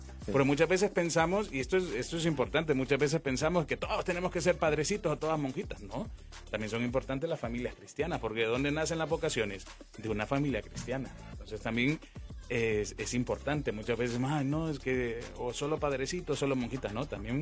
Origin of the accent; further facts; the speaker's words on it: Tegucigalpa, Francisco Morazán, Honduras; Soy originario aquí de Tegucigalpa, de Luarque.